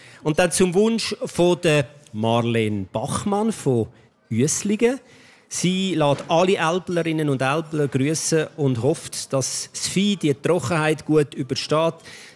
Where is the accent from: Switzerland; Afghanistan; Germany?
Switzerland; Zurich; Als Zürcher wäre ich gescheitert.